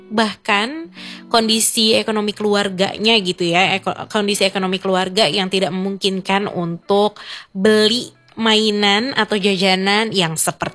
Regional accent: Jakarta, Indonesia; now in Manado, Indonesia; aku nih ya … karena terkenal dari Betawi gitu kan. Aku orang Jakarta yang merantau ke sini gitu kan, ke Manado, terus siaran di sini gitu

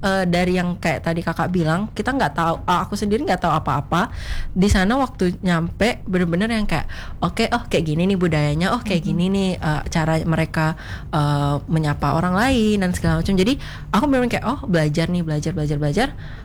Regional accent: Indonesia; now in United States; Aku juga sendirian sebagai orang Indonesia di daerah aku.

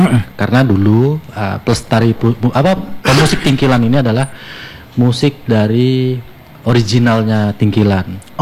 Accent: Tenggarong, East Kalimantan, Indonesia; born there; Iya, saya kelahiran Tenggarong.

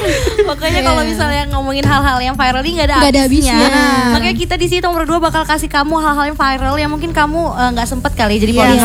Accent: Bandar Lampung, Lampung, Indonesia; gue asli Bandar Lampung

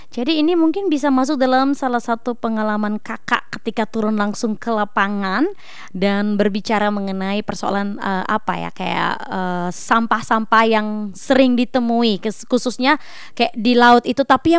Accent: Atambua, East Nusa Tenggara, Indonesia; Wow, sama saya juga asli Atambua ya.

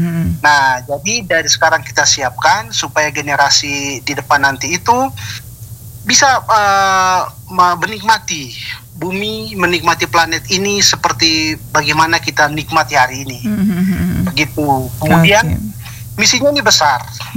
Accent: Flores, East Nusa Tenggara, Indonesia; kita orang Flores

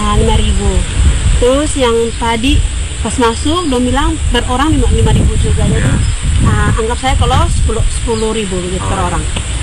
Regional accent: Alor, East Nusa Tenggara, Indonesia; Dari Alor, tinggalnya di Selamat Jalan.

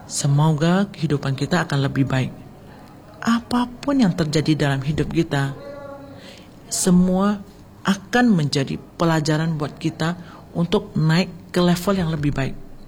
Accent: Indonesia; born there; Kita sangat bahagia lahir di Indonesia yang mempunyai dasar nilai Pancasila, dan kita sebagai umat Buddha yang memiliki dasar moralitas yaitu Pancasila Buddhis.

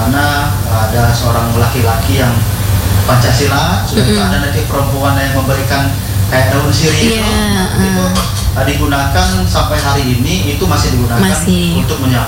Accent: Bengkulu, Indonesia; memang saya dibesarkan di Bengkulu Utara itu betul-betul dari orang tua bapak saya dan ibu saya orang Rejang

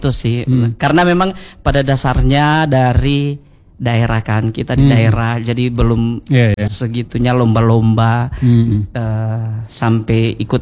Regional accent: Morowali Utara, Central Sulawesi, Indonesia; moved away as an adult; now in Palu, Indonesia; Morowali Utara, tapi sudah berdomisili di Palu saat ini sejak 2009.

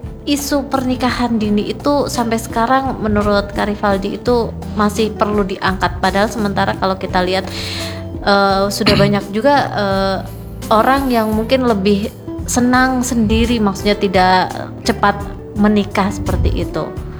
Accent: Kebumen, Central Java, Indonesia; tempat saya di Kebumen

